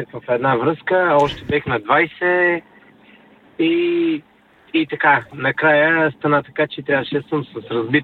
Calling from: London, United Kingdom; съм от Лондон

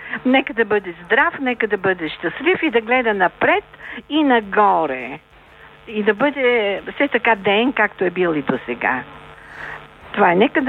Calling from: Sofia, Sofia City, Bulgaria; съм от София.

